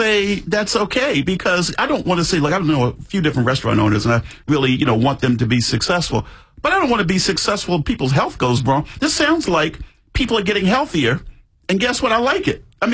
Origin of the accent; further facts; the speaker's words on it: United States; We're not Americans. We're American.